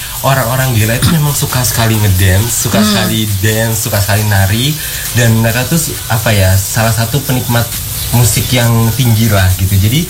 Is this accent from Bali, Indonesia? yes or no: no; Surabaya, East Java, Indonesia; ketika aku di kotaku Surabaya